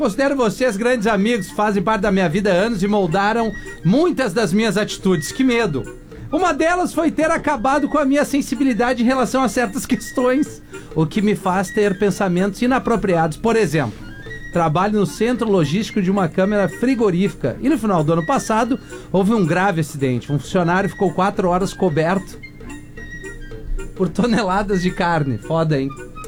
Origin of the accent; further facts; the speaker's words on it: Orleans, Santa Catarina, Brazil; sou de Orleans, Santa Catarina.